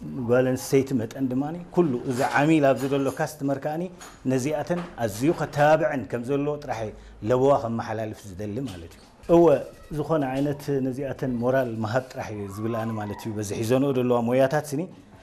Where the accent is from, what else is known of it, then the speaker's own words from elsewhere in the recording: Asmara, Maekel, Eritrea; ኣብ ኣክርያ ተወሊደ ዓብየ